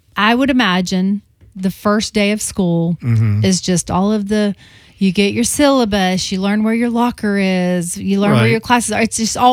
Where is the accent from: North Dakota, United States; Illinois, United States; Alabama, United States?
Alabama, United States; I grew up in Alabama